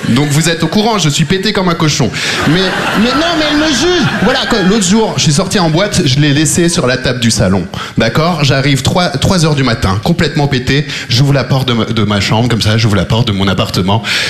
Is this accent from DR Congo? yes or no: no; Belgium; Je viens de Belgique, je suis arrivé en Belgique quand j'avais 3 ans, j'ai vécu toute ma vie là-bas.